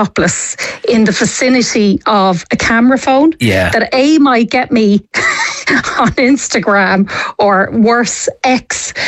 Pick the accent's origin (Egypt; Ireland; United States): Ireland; I'm very Irish.